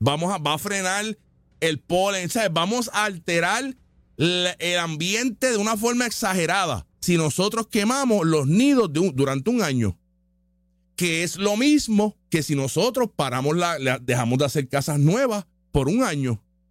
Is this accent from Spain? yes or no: no; Puerto Rico; Uno que otro es un millonario extranjero, la mayoría somos boricuas y somos de aquí.